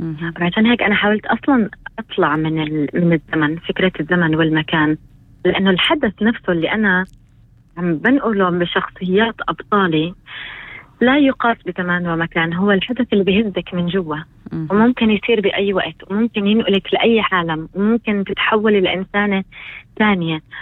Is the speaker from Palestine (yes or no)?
yes; Palestine; بالنسبة لنا كفلسطينيين